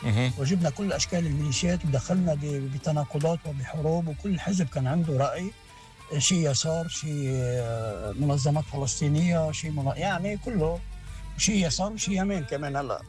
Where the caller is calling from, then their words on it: Lebanon; عندنا بلبنان